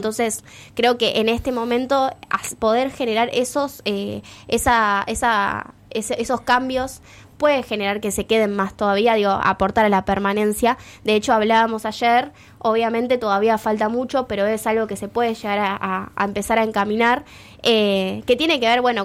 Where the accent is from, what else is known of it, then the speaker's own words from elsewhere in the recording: Berazategui, Buenos Aires Province, Argentina; yo soy del Berazategui, ya con eso te digo todo